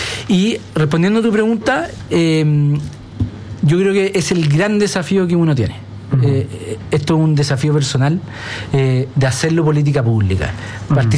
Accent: Chile; yo, como muchos chilenos

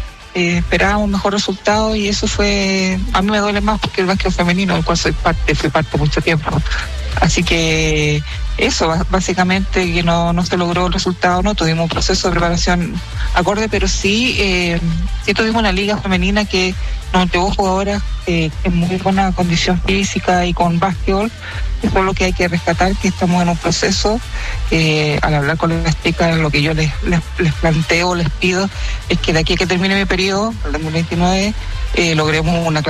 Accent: Santiago, Santiago Metropolitan Region, Chile; No, soy de Santiago, Santiago.

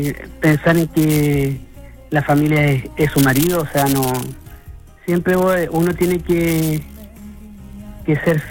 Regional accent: Osorno, Los Lagos, Chile; Osorno, Franque.

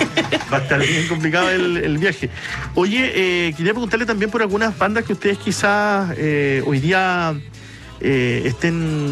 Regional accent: Chile; como que da como, ah, no, sí, yo soy chileno.

